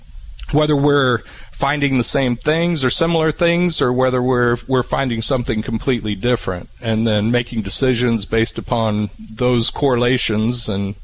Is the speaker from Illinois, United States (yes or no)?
yes; Dawson, Illinois, United States; So, I'm originally from here. Okay. From Springfield area. So, I grew up in Dawson, Mechanicsburg area.